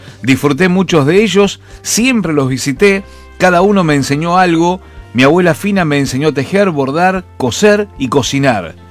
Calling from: Monte Grande, Buenos Aires Province, Argentina; de Montegrande.

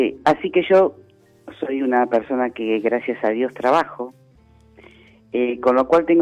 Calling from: Buenos Aires, Argentina; de Liniers.

